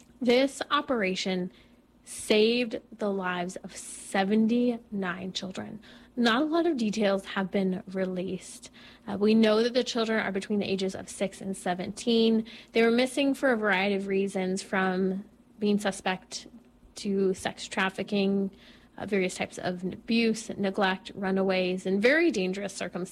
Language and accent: English; California, United States; I chose three states, my home state of California, Florida, and then Georgia, as three states to just look at how many children are missing in those states.